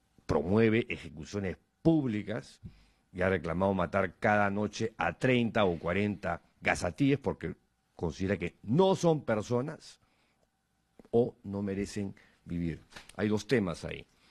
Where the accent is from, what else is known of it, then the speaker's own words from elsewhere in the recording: Peru; una de las cosas que a mí en lo personal me ha indignado como peruano